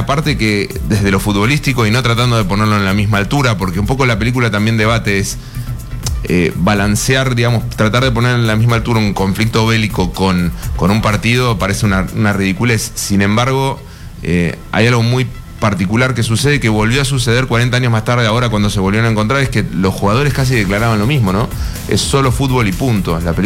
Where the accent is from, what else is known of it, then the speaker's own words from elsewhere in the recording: Argentina; Nosotros como argentinos por ahí somos muy orgullosos de ese evento en particular